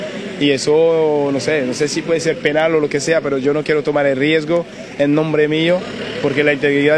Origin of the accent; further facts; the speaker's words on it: France; Yo soy francés.